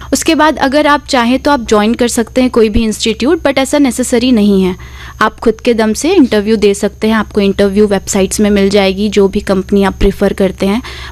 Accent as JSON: {"language": "Hindi", "town": "Ambikapur", "region": "Chhattisgarh", "country": "India", "said": "मैं अंबिकापुर की रहने वाली हूँ।"}